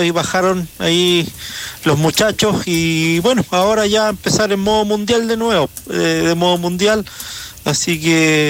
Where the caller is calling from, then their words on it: Chile; mirando de afuera nomás como chileno